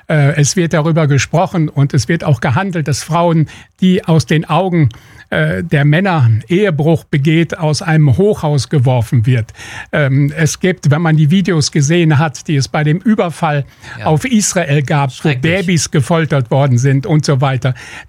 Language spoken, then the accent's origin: German; Germany; wir als Deutsche